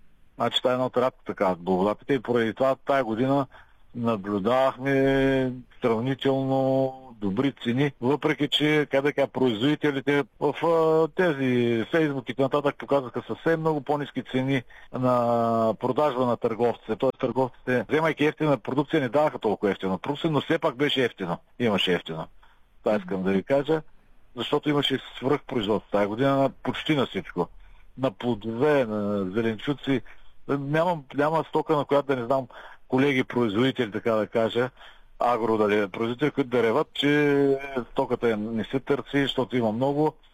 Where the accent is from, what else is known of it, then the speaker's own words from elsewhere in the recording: Northeast Bulgaria, Bulgaria; аз поне съм от Североизточна България и там имам си хора